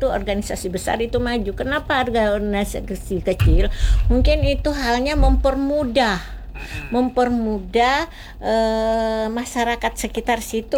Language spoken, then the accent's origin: Indonesian; South Sulawesi, Indonesia; now in Riau Islands, Indonesia; kita orang Sulawesi Selatan yang merantau